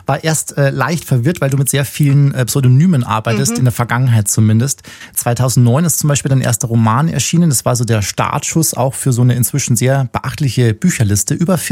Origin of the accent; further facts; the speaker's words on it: Traunstein, Bavaria, Germany; born there; Also ich bin in Traunstein bin ich geboren.